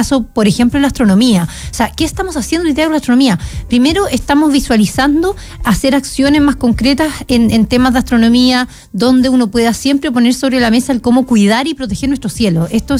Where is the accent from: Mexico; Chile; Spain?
Chile; nosotros como chilenos